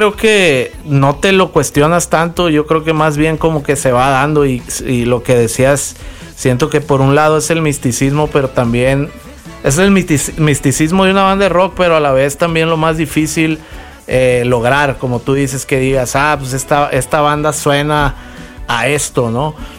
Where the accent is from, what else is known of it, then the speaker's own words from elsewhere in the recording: Sinaloa, Mexico; yo crecí con esa música. Claro. Pues soy de Sinaloa.